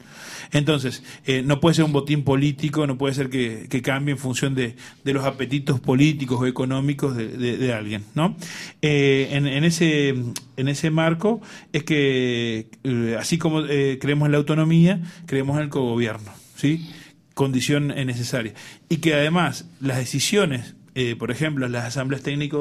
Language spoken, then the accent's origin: Spanish; Rivera, Uruguay; en la frontera norte, donde vengo yo, de la Ribera